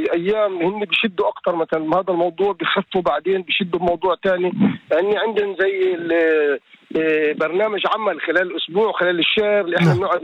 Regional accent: Acre, Northern District, Israel; تكون بلدتنا عكا.

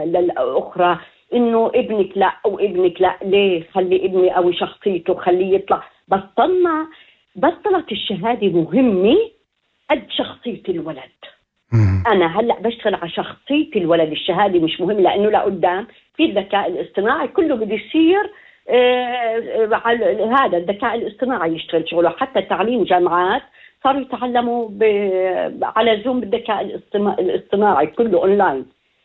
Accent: Jordan; moved away as an adult; now in Israel; أنا أردنية فلسطينية

